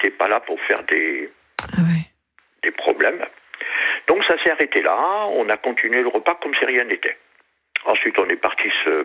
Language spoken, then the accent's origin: French; Southwest France, France; accent: Southwest France; ma cousine, qui est du Périgord, comme un petit peu l'accent que j'ai, quoi. Je suis du Sud-Ouest.